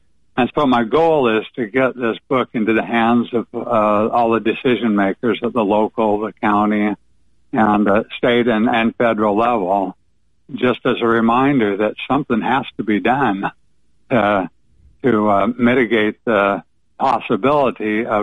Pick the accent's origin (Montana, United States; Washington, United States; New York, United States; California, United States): Washington, United States; Sumas; My home is actually in Nooksack. However, my whole life is pretty much in Sumas. I grew up in Sumas, pastor of a church there.